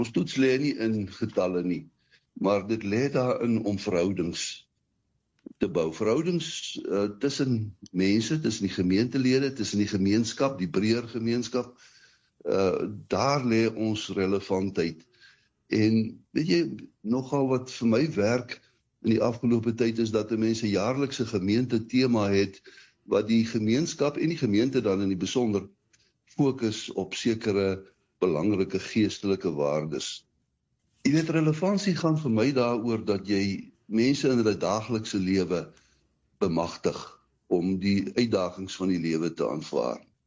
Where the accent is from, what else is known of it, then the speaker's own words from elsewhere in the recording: Tweeling, Free State, South Africa; mense vra vir my, waar kom jy vandaan? Dan sê ek Tweeling, dan sê hulle, waar is dit? Dan sê ek, man, dis tussen Ryds in Frankfurt. Maar weet jy, Tweeling is eintlik die poort na Clarence